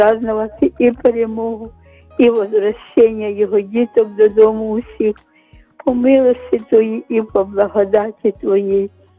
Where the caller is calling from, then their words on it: Kyiv, Ukraine; я з Оболоня, з Києва.